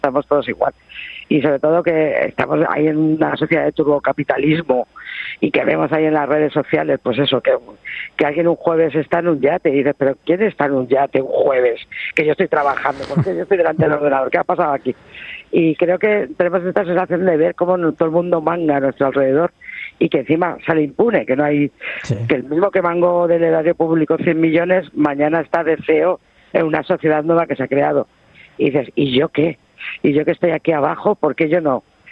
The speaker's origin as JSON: {"language": "Spanish", "country": "Spain", "said": "Y somos así los españoles."}